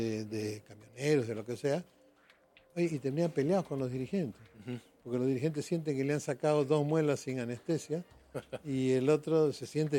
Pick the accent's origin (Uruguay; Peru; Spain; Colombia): Peru